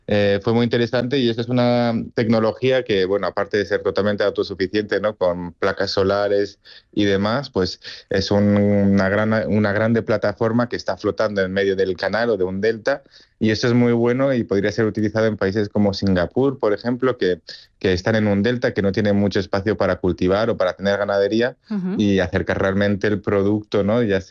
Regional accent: La Alberca, Castile and León, Spain; con mi pueblo en la alberca, al lado de Salamanca

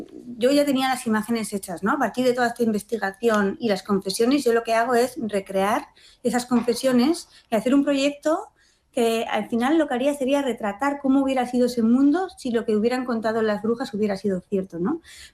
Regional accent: Basque Country, Spain; Yo como vasca, pues hemos crecido, yo creo que se puede sentir identificada mucha gente vasca, ¿no? Muy vinculada con el bosque, con la bruja.

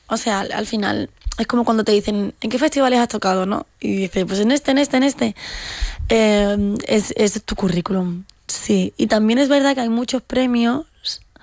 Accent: Andalusia, Spain; accent: Andalusian; apenas ja estic en contacte con andaluce, pum, pa, pa, saps? Com que és el meu accent.

